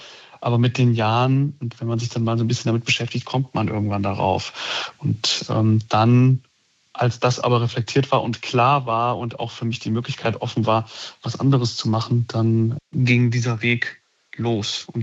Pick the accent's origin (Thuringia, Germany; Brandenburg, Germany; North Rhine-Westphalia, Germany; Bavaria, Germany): Thuringia, Germany; dass Thüringen dann auch schon sehr mittelgebirgig sein kann. Das ist bei meinem Heimatort der Fall.